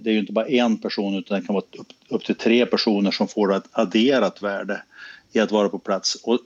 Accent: Skellefteå, Västerbotten County, Sweden; jag är ju själv från Skellefteå, så jag är ju inte obevandrad i jämtländsk geografi.

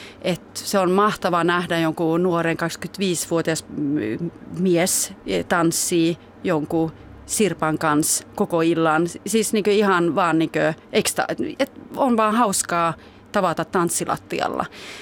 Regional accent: Hallstahammar, Västmanland, Sweden; Ja mä oon Hallstahammerista kotoisin ja todella semmoinen Suomi-seuran kasvatti, että Suomi-seuran kautta on tehnyt kaikkea teatterista, yleisurheiluun ja poliittisesti nuorisojaostossa.

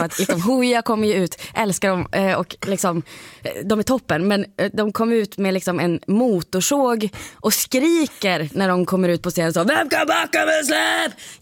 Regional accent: Skåne, Sweden; Ja, men jag har ju bara råkat slänga min dialekt. Men ja. Jag är fortfarande säkert ett göingelevande, eller vad det heter.

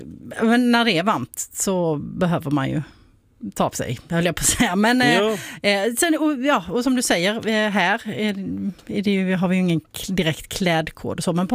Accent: Båstad, Skåne, Sweden; jag är ju från Båstad

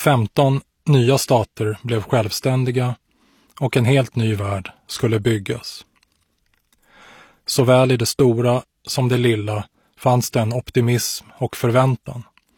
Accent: Sweden; livet hemma i Sverige

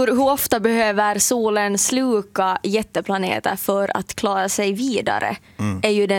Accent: Finland; accent: Finland-Swedish; nu kommer min finlandssvenska in.

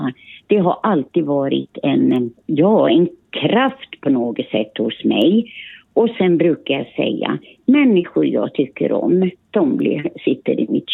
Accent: Finland; now in Sweden; För jag lekte jättemycket i skogen hemma i Finland.

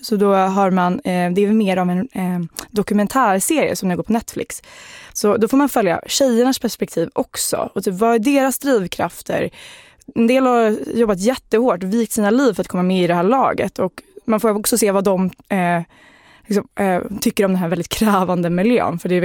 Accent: Sweden; som svensk

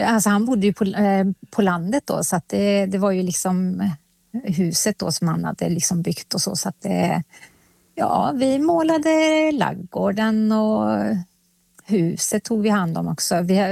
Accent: Finland; now in Sweden; Och sen ja, nu är jag liksom, ja, men jag är finsk. Men jag bor i Sverige, så att jag liksom försöker ändå att ta vara på liksom och fortsätta åka till Finland.

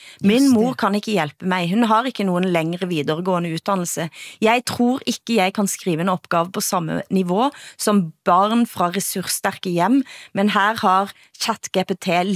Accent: Erfjord, Rogaland, Norway; Som inkluderar Borges och Erfjord där jag kommer ifrån, väl att märke.

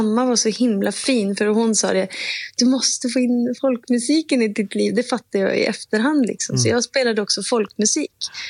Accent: Umeå, Västerbotten County, Sweden; Och jag är från Umeå och gick på, då hette det ju inte kulturskolan, det hette det musikskolan.

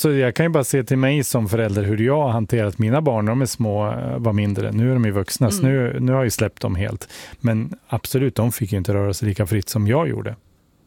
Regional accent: Resele, Västernorrland County, Sweden; Jag bodde ju i obygdan, liksom. Jag är ju uppväxt i Resel utanför Sollefteå

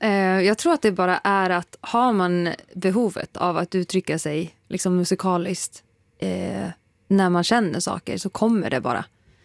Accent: Dalarna County, Sweden; Det är skönt att vara hemma, hemma i Dalarna.

